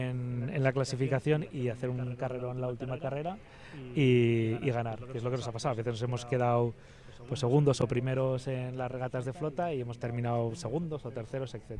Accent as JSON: {"language": "Spanish", "region": "Aragon", "country": "Spain", "moved": "yes", "lives_now": "Valencian Community, Spain", "said": "la Comunidad Valenciana, que ya sabes que vivo aquí y soy un poco, aunque no soy de aquí, soy maño, pero ya llevo más años aquí que en mi tierra."}